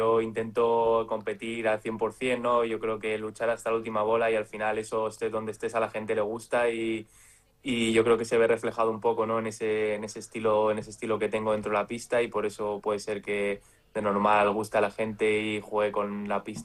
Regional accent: Spain

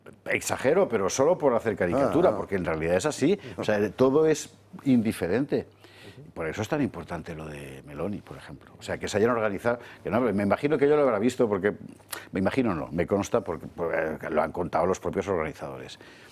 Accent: Valencian Community, Spain; Soy valenciano.

